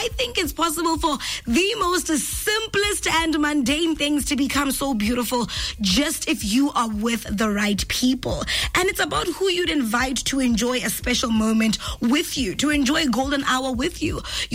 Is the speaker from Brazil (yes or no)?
no; Kasane, Chobe District, Botswana; I remember growing up in Kasane